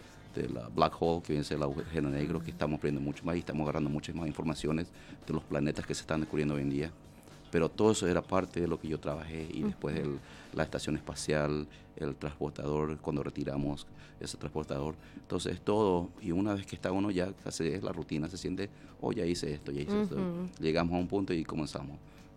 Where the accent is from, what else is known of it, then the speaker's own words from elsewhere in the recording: Paraguay; now in United States; de chiquito, a los 5, en Paraguay